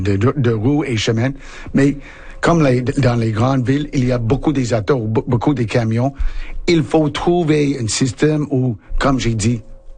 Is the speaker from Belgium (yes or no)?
no; Canada; je suis Canadienne. Je suis très fière d'être Canadienne.